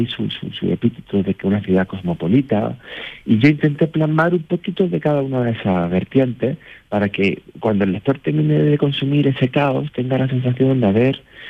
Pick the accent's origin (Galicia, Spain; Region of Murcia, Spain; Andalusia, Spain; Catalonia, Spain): Andalusia, Spain; Úbeda; A Úbeda, mi tierra, mi preciosa ciudad, le pega un tajo